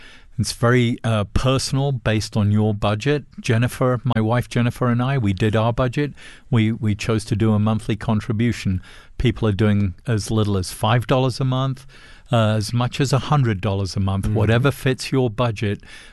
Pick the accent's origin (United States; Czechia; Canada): Czechia; moved away; It's kind of my neck of the woods. I hail from the Czech Republic originally.